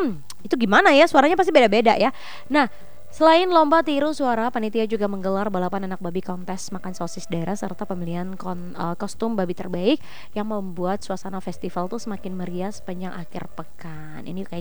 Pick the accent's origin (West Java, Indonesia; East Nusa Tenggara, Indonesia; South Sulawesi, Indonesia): East Nusa Tenggara, Indonesia; Atambua; Dan kebetulan saya orang Atambua, bukan orang Prancis.